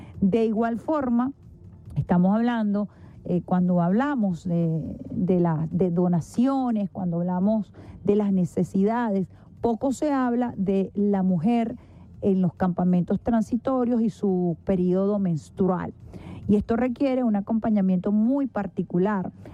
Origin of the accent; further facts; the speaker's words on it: Venezuela; nosotros en Venezuela tenemos una presidenta mujer